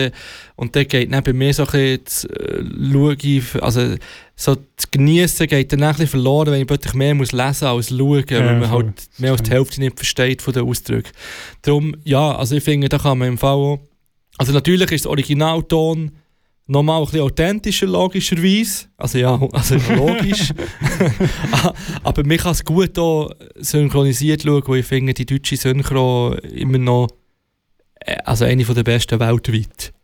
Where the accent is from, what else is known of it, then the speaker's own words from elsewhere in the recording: Switzerland; Als Schweizer Bürger, Bürgerin.